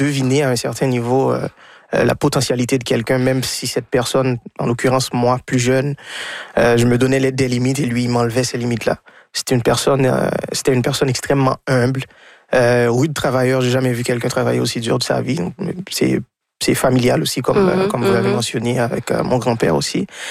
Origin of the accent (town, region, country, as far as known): Haiti; born or raised there; moved away as an adult; now in Canada